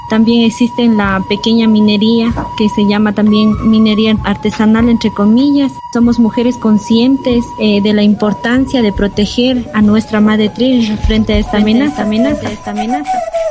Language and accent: Spanish; Molleturo parish, Azuay, Ecuador; soy de la parroquia Moyeturo, provincia de la Suay, de una comunidad donde se encuentra amenazada por un megaproyecto minero.